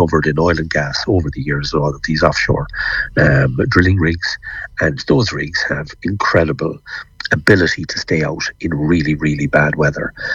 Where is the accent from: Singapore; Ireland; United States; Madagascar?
Ireland; we know this as Irish people. We put a name on it. We called it the Wild Atlantic Way because we are aware of the extraordinary wind that shapes our beautiful coastline.